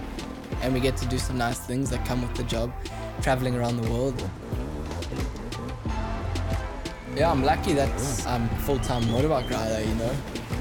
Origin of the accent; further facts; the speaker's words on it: South Africa; I'm from South Africa, and this year I'm 22 years old.